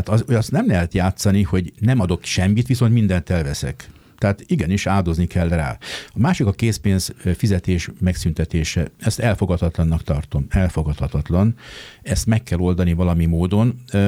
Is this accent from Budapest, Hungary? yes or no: yes; Budapest, Hungary; Én budapestiként